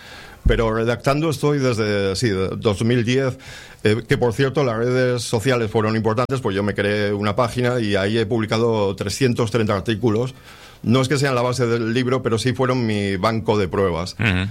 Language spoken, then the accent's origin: Spanish; Santoña, Cantabria, Spain; ha cambiado el viento en mi pueblo